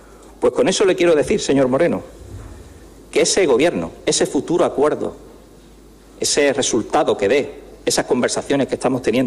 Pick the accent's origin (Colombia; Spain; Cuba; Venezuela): Spain; Cádiz, Andalusia; accent: Andalusian; ¿Que soy andaluz y ceceo o ceseo? ¿Cuál es el problema, señor Jiménez? No, no sé. Usted como un catedrático de... En fin. Es que uno es de Cádiz. Uno es de Cádiz. Perdone que me coma la zeta.